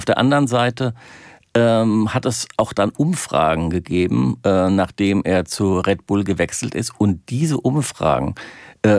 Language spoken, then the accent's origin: German; Germany; die Überidentifikation, die wir als Deutsche auch mit dem Fußball haben